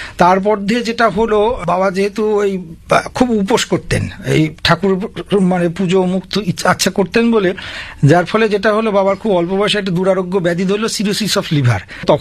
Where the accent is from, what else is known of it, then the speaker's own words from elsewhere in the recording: Nabagram, West Bengal, India; এটা হচ্ছে পঞ্চায়েত এলাকা, সেই নবগ্রাম পঞ্চায়েত এলাকায় আমার জন্ম, আমার বেড়ে ওঠা, আমি আজ 50 বছর বয়স পর্যন্ত ওখানেই আছি